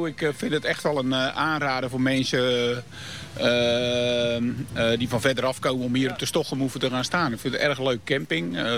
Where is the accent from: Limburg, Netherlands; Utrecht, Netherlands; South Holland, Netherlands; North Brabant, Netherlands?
South Holland, Netherlands; Roelofarendsveen; Wezen kijken, omdat ik uit Roelofarensveen kom.